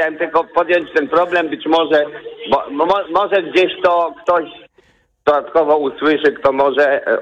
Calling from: Nowakowo, Warmian-Masurian Voivodeship, Poland; u nas w Nowakowie

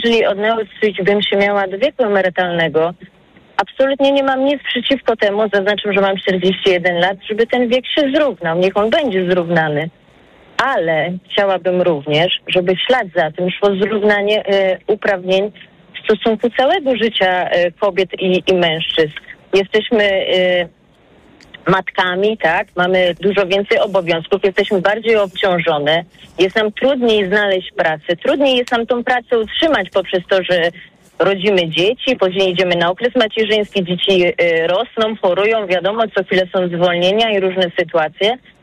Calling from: Ciechocinek, Kuyavian-Pomeranian Voivodeship, Poland; z Ciechocinka, mam 41 lat.

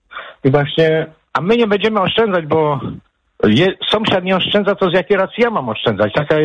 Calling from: Poznań, Greater Poland Voivodeship, Poland; Bardzo krótko, dzwonię z Poznania.

